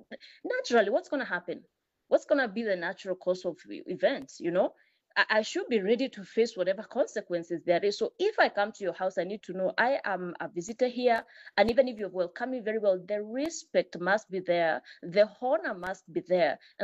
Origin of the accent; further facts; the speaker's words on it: Kenya; you are in my country here in Kenya. I'm a Kenyan and I don't have a job.